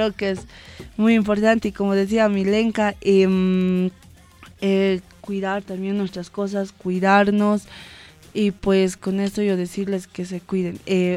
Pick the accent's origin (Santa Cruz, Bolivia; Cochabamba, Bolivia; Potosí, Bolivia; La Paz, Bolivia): Potosí, Bolivia; Somos potosinas.